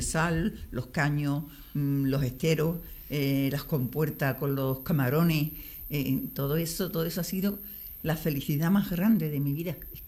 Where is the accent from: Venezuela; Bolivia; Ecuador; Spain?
Spain; San Fernando, Andalusia; yo nací en la huerta del Carrascón, pero mi padrino fue donde yo nací, porque mi padre era militar, lo destinaron para acá